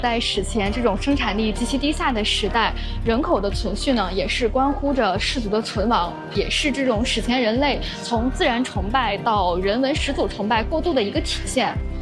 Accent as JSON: {"language": "Chinese", "country": "China", "said": "其实想向大家传递呢，是我们中国人的快乐呢，不仅仅是在吃饱喝足之后"}